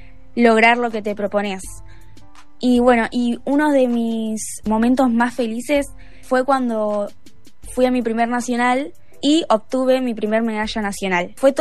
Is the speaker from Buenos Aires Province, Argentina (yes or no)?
yes; Gregorio de Laferrere, Buenos Aires Province, Argentina; soy de La Ferrere